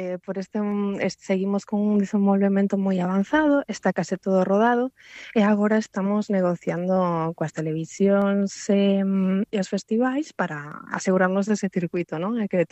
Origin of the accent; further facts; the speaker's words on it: Sanxenxo, Galicia, Spain; eu nacín tamén na Rúa Progreso, é un pouco unha ironía, non? Pero eu nunca me plantexei, o sea, quero dicir que sempre houbo esta dimensión superturística en Sanxenxo, sobre todo nos 90, non? Nos que eu era nena